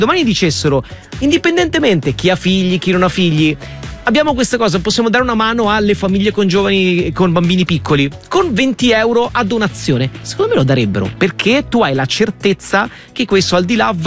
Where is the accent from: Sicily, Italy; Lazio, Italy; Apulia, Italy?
Lazio, Italy; Rome; also born or lived in Padua; noi siamo entrambi di Roma e nelle grandi città, ma anche quando vivevo a Padova